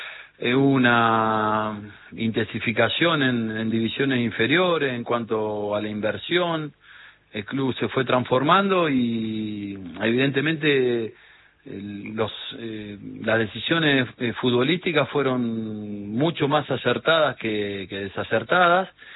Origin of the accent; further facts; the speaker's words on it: Junín, Buenos Aires Province, Argentina; yo soy de Junín.